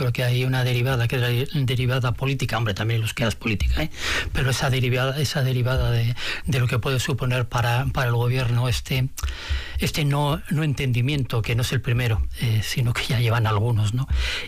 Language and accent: Spanish; Barakaldo, Basque Country, Spain; yo soy de Baracaldo y paso muchísimo tiempo en Rioja Alavesa